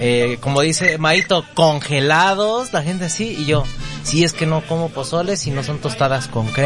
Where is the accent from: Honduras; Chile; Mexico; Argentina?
Mexico; Mexico City; now in Jalisco, Mexico; hay algunas personas que saben que soy de la Ciudad de México. Cuando yo llego aquí a Jalisco